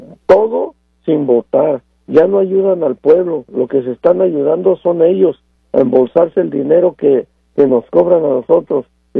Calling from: Tijuana, Baja California, Mexico; Yo vivo en Tijuana. Yo vivo en Tijuana.

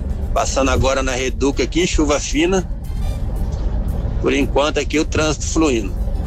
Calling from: Três Rios, Rio de Janeiro, Brazil; de Três Rios

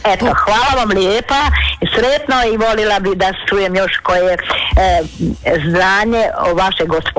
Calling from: Slavonia, Croatia; Kod nas u Slavonije se to obično u svinjokolje.

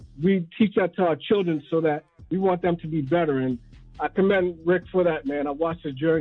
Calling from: New Jersey, United States; I'm calling from New Jersey. Just calling from New Jersey.

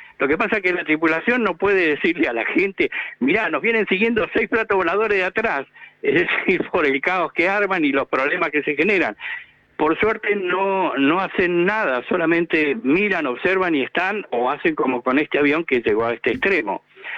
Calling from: Bahía Blanca, Buenos Aires Province, Argentina; de Bahía Blanca.

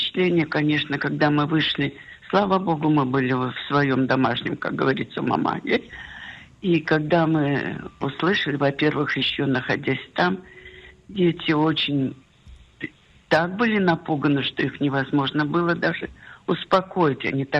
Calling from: Israel; Мы находимся в Израиле, мы 30 лет здесь живем

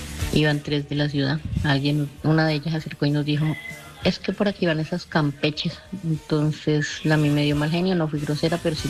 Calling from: San Bernardo, Cundinamarca, Colombia; Somos campesinos, pero merecemos mucho respeto. Gracias, Dios le bendiga. Hablo desde San Bernardo, Cundinamarca.

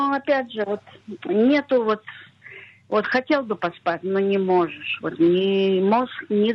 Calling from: Haifa, Haifa District, Israel; Здравствуйте … из Хайфы, мне 64 года.

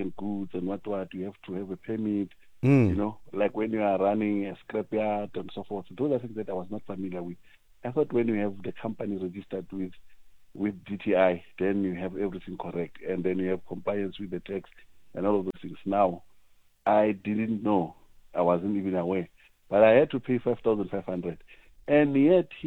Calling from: South Africa; when it comes to me as a South African

